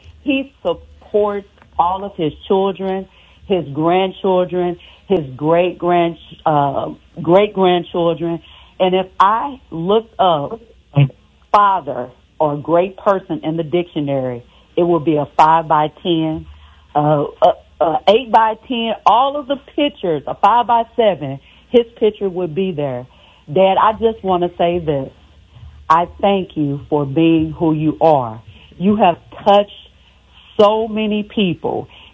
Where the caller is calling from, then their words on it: St. Louis, Missouri, United States; I'm calling from St. Louis, Missouri.